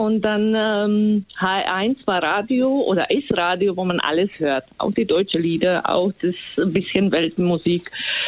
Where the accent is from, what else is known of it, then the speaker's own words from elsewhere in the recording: Slovakia; German is a second language; now in Germany; Der Liebe zu Wille bin ich in Deutschland gelandet und ich komme ursprünglich aus der ehemaligen Tschechoslowakei. Jetzt ist das die Slowakei.